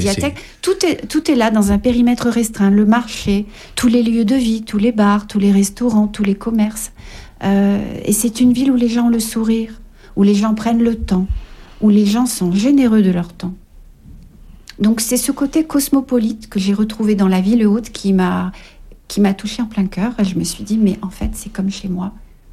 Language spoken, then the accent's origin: French; Paris, Île-de-France, France